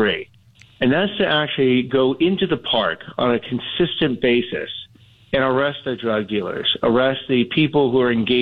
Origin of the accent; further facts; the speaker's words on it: Los Angeles, California, United States; I grew up in Los Angeles.